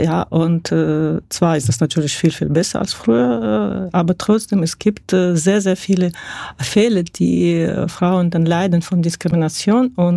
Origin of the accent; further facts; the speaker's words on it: Dagestan, Russia; moved away as an adult; now in Germany; Ich bin tatsächlich in Dagestan geboren. Das ist eine schöne Republik, wo die Gebirge, Flüsse, Wüste, das Kaspische Meer, das alles zusammen eine sehr